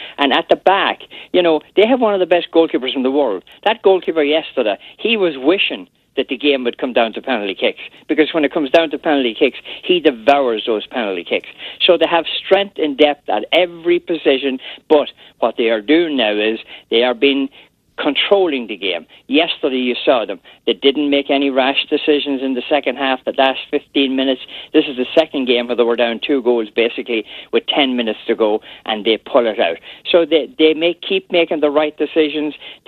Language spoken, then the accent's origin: English; Ireland; Yeah, I'm Irish.